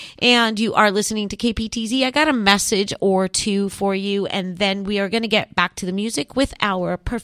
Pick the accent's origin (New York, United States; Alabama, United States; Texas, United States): New York, United States; Queens; I grew up in Queens. There's only one reason to hitch a ride